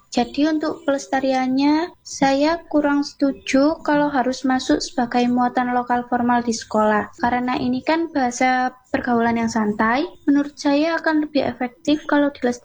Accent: Malang, East Java, Indonesia; saya asli Malang

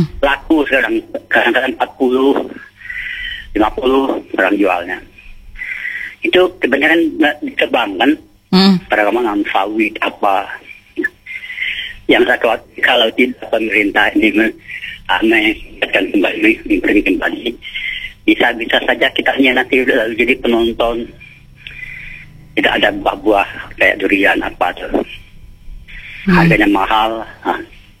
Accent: Sanggau, West Kalimantan, Indonesia

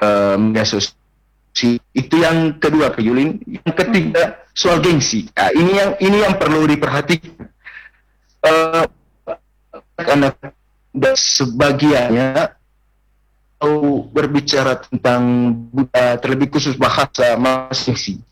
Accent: Manggarai, East Nusa Tenggara, Indonesia; Itu ketakutan terbesar saya sebagai orang Manggarai, lebih khusus sebagai pewaris budaya.

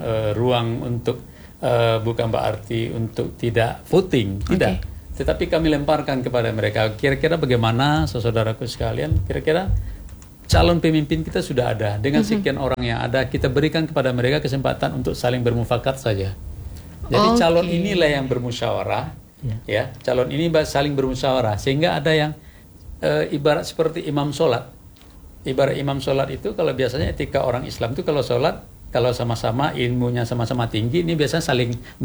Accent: West Sumatra, Indonesia; kita orang Minang itu dikenal dengan azas musyawarahnya

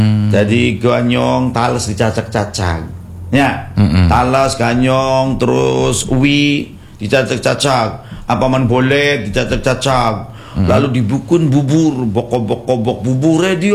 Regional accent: Cirebon, West Java, Indonesia; Nah hari ini kita wong Cirebon arane apem.

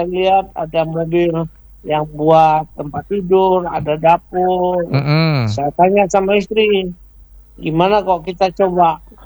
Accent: Aceh, Indonesia; now in Padang Sidempuan, Indonesia; saya ini putra Aceh.

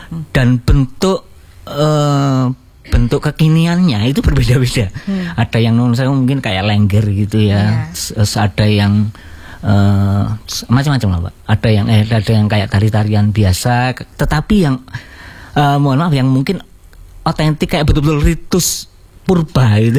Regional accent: Jember, East Java, Indonesia; Tapi alhamdulillah karena memang dari kecil sampai kuliah itu di Jember, dari lahir Jember sampai kuliah Jember.

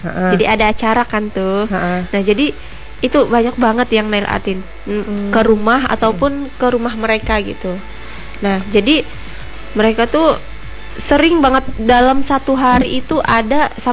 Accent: Parang Batang, Central Kalimantan, Indonesia; Ya di kampung saya juga.

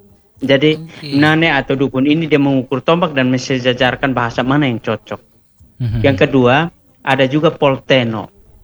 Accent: East Nusa Tenggara, Indonesia; Dan orang-orang kami orang Timur itu akan mencari tahu.

